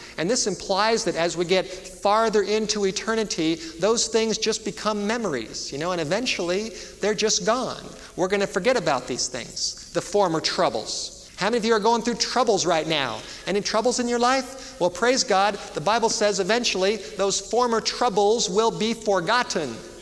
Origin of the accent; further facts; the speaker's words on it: Los Angeles, California, United States; I grew up in the Hollywood Hills and I never had a garden until I moved to North Dakota